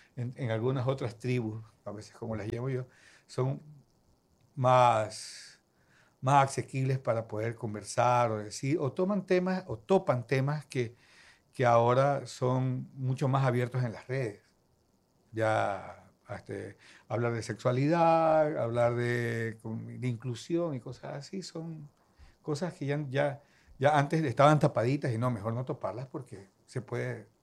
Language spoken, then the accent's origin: Spanish; Guayaquil, Guayas, Ecuador; Un barrio popular, era Abel Castillo y Venezuela.